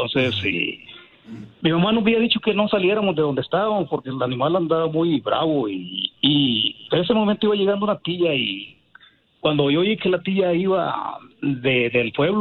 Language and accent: Spanish; Chalatenango, El Salvador; Soy originario de El Salvador, del departamento de Chalatenango.